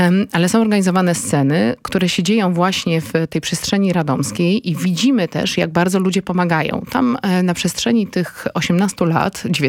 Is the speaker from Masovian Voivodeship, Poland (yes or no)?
yes; Warsaw, Masovian Voivodeship, Poland; jestem warszawianką